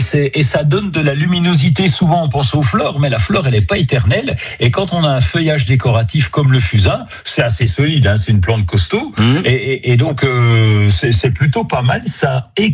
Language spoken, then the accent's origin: French; Grand Est, France; chez nous en Lorraine.